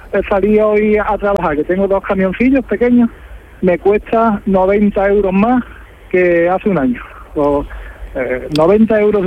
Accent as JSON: {"language": "Spanish", "town": "Torre del Mar", "region": "Andalusia", "country": "Spain", "said": "Pues yo soy de Torre del Mar, de Málaga, Charo."}